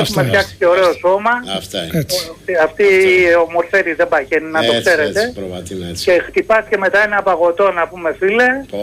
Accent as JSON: {"language": "Greek", "town": "Egaleo", "region": "Attica", "country": "Greece", "tie": "born there", "said": "Βέβαια, μιλάμε, κοίταξε, εγώ γεννήθηκα στο Εγάλεο."}